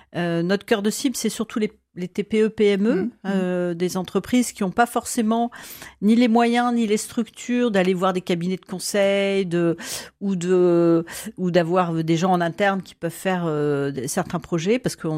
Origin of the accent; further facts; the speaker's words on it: Lille, Hauts-de-France, France; je suis une pure ch'ti, je suis lilloise depuis X générations.